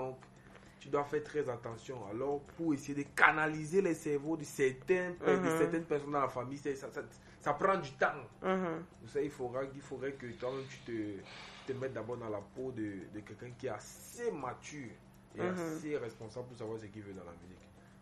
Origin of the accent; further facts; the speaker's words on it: Cameroon; Parce que nous sommes camerounais.